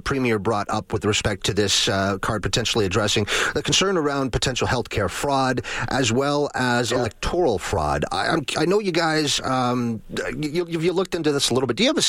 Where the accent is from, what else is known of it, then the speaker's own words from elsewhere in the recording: Canada; What tangibly does this provide me as a Canadian citizen?